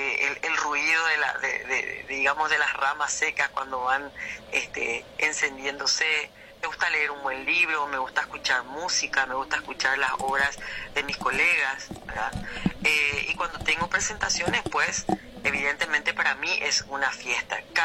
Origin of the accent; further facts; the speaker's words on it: Asunción, Paraguay; born there; Vengo de padres campesinos, ¿verdad? Como muchos los que estamos acá. Yo ya nací en Asunción, pero vengo de padres campesinos